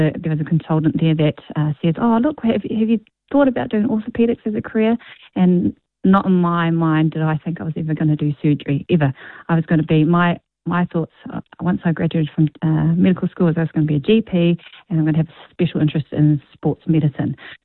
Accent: Tokoroa, Waikato, New Zealand; growing up in Tokoroa

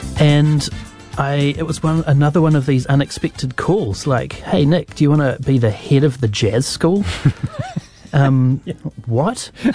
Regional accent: Wellington, New Zealand; I grew up in Kelburn and Karori, and until the year 2001, I'd never even been to America other than on a holiday.

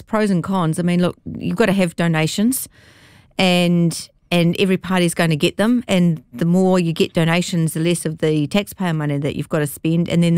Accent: New Zealand; part of being a Kiwi

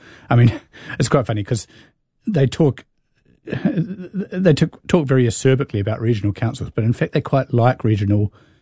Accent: Petone, Wellington, New Zealand; growing up in Petone in the late 80s

